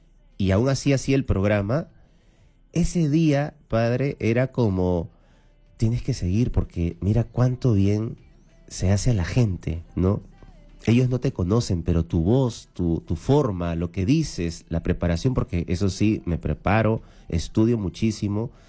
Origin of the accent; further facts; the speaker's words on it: Lima, Peru; also born or lived in Ica; now in Callao, Peru; Yo vengo de Ica, en realidad yo vengo de Ica, hace 2 meses estoy aquí ya viviendo en Lima, pero yo vengo de Ica. O sea, yo soy de Lima, pero me mudé a Ica porque ahí tenemos nuestra casa.